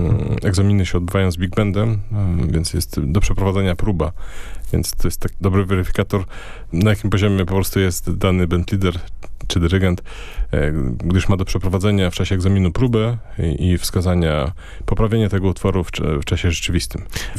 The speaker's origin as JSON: {"language": "Polish", "town": "Nemenčinė", "region": "Vilnius County", "country": "Lithuania", "tie": "born or raised there", "first_language": "Polish", "moved": "yes", "said": "pochodzę z polskiej rodziny, chodziłem do polskiej szkoły podstawowej w Niemenczynie."}